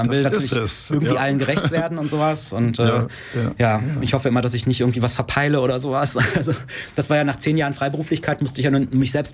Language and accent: German; Nordhorn, Lower Saxony, Germany; born there; Meine Eltern kommen beide aus Hessen. Ich bin aber hier in Nordhorn geboren. Die sind kurz zuvor hierher gezogen, Mitte der 80er.